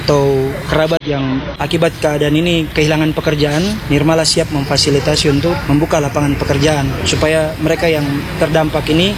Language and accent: Indonesian; Biak, Papua, Indonesia; kehadiran kami di sini murni sebagai anak Biak